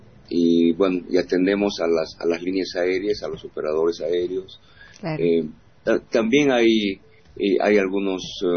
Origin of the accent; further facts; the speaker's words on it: Bolivia; soy boliviano y soy también patriota.